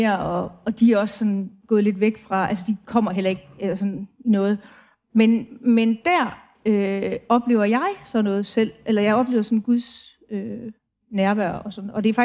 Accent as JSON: {"language": "Danish", "town": "Brønderslev", "region": "North Denmark Region", "country": "Denmark"}